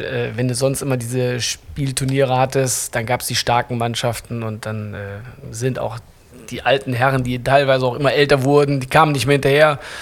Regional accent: Düsseldorf, North Rhine-Westphalia, Germany; ich bin Düsseldorfer durch und durch und ich liebe die Stadt. Das ist meine Heimat.

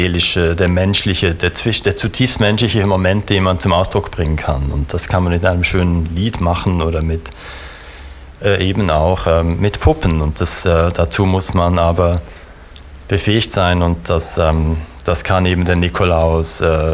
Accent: Switzerland; moved away as an adult; now in Vienna, Austria; als Schweizer

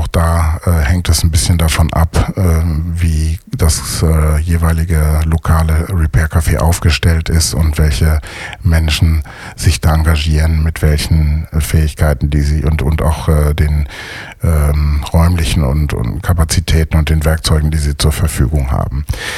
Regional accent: North Rhine-Westphalia, Germany; born or raised there

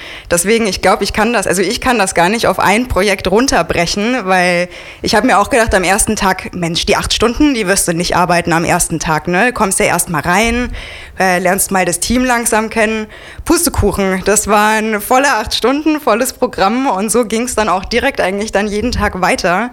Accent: Munich, Bavaria, Germany; moved away; ich komme nämlich eigentlich aus München

